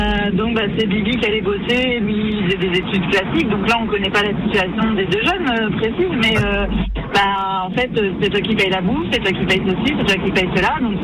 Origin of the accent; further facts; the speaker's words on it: Chartres, Centre-Val de Loire, France; now in Dax, France; J'ai déménagé, j'étais de Chartres. Oui. Je vous écoute depuis l'âge de 16 ans.